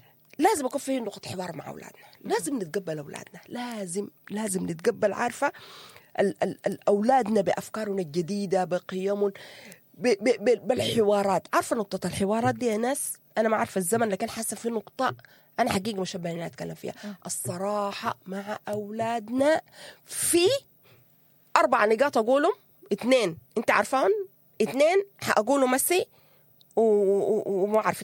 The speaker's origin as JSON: {"language": "Arabic", "country": "Sudan", "said": "نحن سودانيين"}